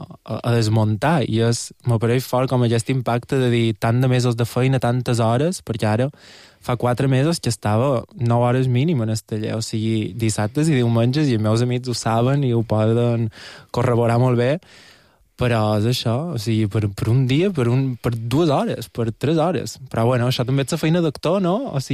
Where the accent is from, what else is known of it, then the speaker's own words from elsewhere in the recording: Portocolom, Balearic Islands, Spain; Soc de Porto Colom i vaig molt a Saljà